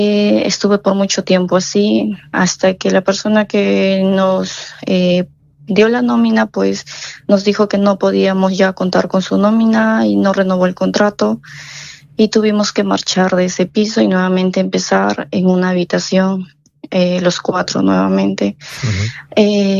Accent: Peru; moved away as an adult

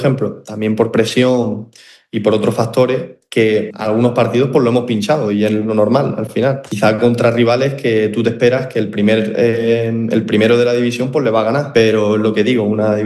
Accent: Almería, Andalusia, Spain; como los dos somos de Almería

